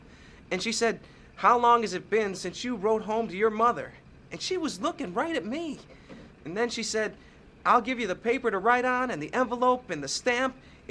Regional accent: West Newton, Pennsylvania, United States; now in Los Angeles, United States; Newton. That's my hometown. I'm going home.

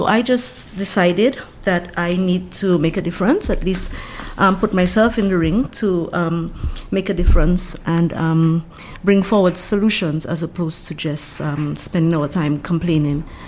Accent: Roseau, Saint George, Dominica; Well, I am from Roseau Central. I grew up in Roseau Central. I actually lived there right up into well into my 30s.

